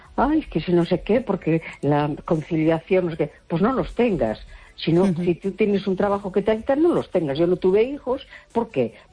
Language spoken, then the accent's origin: Spanish; A Coruña, Galicia, Spain; Hola, buenas noches, soy … de La Coruña.